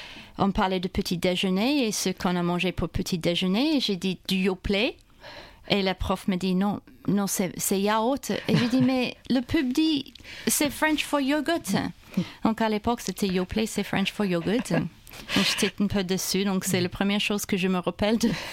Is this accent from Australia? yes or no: yes; Brisbane, Queensland, Australia; born there; French is a second language; moved away as an adult; also born or lived in Japan / Belgium / Switzerland / France; je suis née à Brisbane.